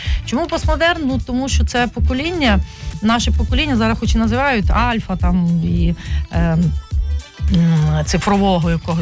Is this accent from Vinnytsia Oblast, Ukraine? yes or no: yes; Vinnytsia, Vinnytsia Oblast, Ukraine; Отаке у мене вінницька прописка. Я вінничанка, я цим пишаюсь, і я люблю Вінницю.